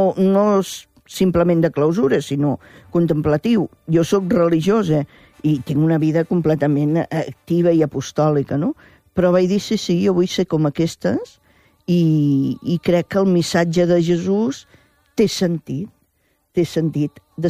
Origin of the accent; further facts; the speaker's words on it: Reus, Catalonia, Spain; Jo era alumna de les Domèniques de la Presentació a Reus, que a més sóc de Reus